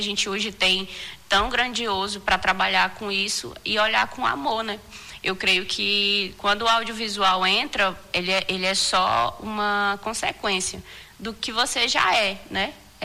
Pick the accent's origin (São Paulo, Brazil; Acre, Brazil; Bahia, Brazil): Acre, Brazil; Tô falando como acriana